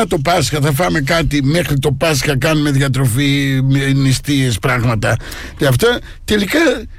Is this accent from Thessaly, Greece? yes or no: no; Thessaloniki, Central Macedonia, Greece; now in Athens, Greece; την πόλη μου, τη Θεσσαλονίκη